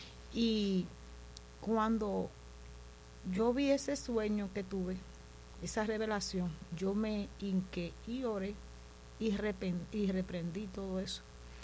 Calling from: La Romana, Dominican Republic; aquí en La Romana, sí, y yo viví en y yo vivo en Villahermosa.

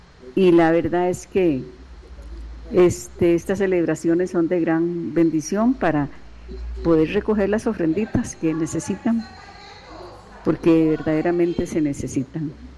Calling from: Tibás, San José, Costa Rica; Yo vivo en Tibás

